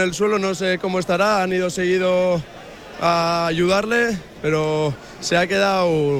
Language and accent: Spanish; Dima, Basque Country, Spain; Desde Dima, de Vizcaya.